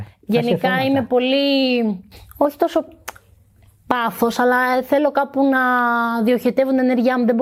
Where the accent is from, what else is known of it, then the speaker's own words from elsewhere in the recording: Crete, Greece; είμαι από την Κρήτη.